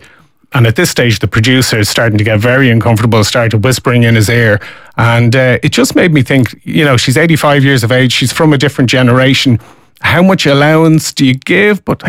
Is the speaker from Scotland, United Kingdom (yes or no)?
no; Croydon, London, United Kingdom; I'm from Croydon.